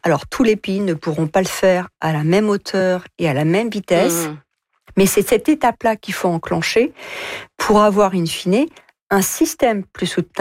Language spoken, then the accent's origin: French; France